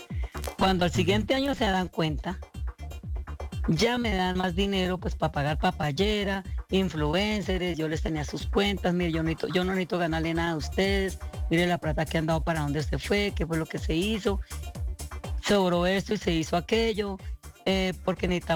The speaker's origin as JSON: {"language": "Spanish", "town": "Chaparral", "region": "Tolima", "country": "Colombia", "said": "como yo soy de Chaparral, allá sí. Se hacen las ferias."}